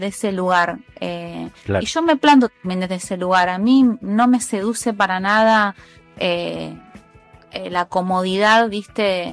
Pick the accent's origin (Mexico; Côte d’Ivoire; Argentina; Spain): Argentina; Buenos Aires; soy porteña, soy de Buenos Aires, de la capital. Actualmente vivo en Boedo, que es lo más porteño que hay.